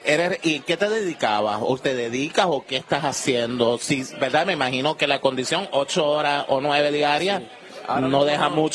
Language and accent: Spanish; Aguadilla, Puerto Rico; un jibarito de acá de Aguadilla